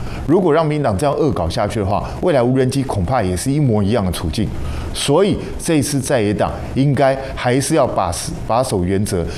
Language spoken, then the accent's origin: Chinese; Taiwan; 所以我们台湾这边必须要赶快编预算。